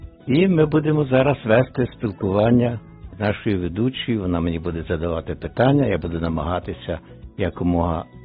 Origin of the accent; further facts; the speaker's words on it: Matsoshyn, Lviv Oblast, Ukraine; Я народився на Львівщині. Таке село є, і нас, я знаю, зараз слухають мої односельчани. Є таке село Мацошин. Це Жовківський район. Народився я в багатодітній сім'ї.